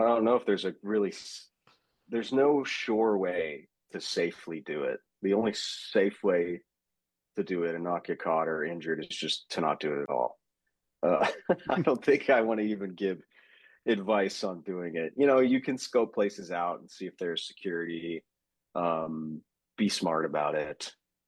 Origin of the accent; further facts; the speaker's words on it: Tampa, Florida, United States; if I hadn't have grown up in Tampa.